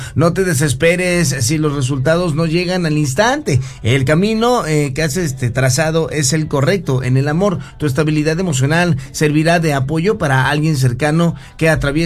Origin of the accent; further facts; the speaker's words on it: Naranjales, Veracruz, Mexico; Soy de Naranjales, municipio de Cosautlán.